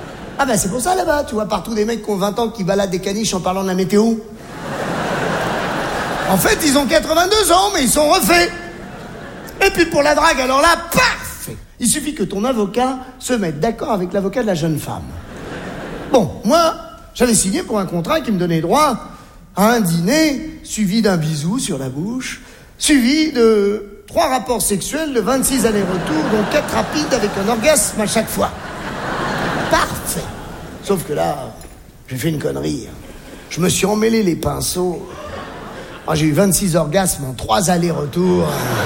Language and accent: French; Algeria; born there; Je suis né en Algérie. Mais qu'est-ce qui m'a pris à moi de naître en Algérie ?